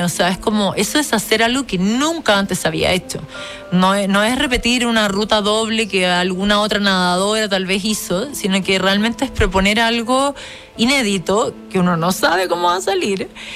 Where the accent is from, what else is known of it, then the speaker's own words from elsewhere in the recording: Chile; como chilenos tenemos una relación con Antártica